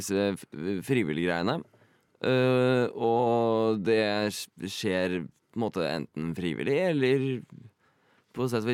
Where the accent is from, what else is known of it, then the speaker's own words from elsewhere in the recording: Oslo, Norway; jeg er fra Oslo.